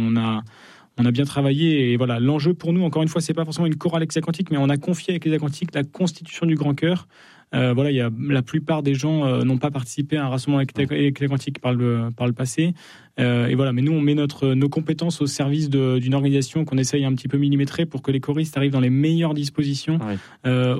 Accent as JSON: {"language": "French", "town": "Chambéry", "region": "Auvergne-Rhône-Alpes", "country": "France", "said": "Non, mais j'en suis. Je viens de Chambéry. Donc"}